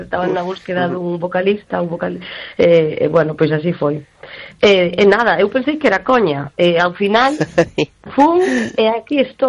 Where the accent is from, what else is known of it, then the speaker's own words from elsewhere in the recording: Argentina; now in Spain; veño da Arxentina